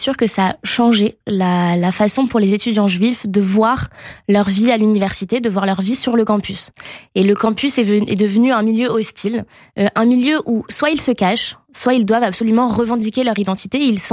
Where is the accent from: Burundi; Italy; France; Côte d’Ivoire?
France; Nice, Provence-Alpes-Côte d'Azur; moved away as an adult; now in Paris, France; je suis née, j'ai grandi à Nice et ensuite, après mon bac, j'ai fait Sciences Po à Paris